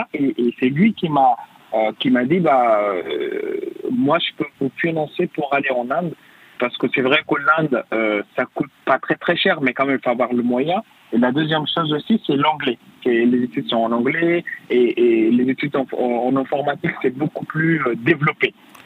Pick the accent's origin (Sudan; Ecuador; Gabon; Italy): Sudan; Darfur; now in France; mon pays d'origine, le Soudan, et mon pays d'adaptation, où j'étais adopté, la France.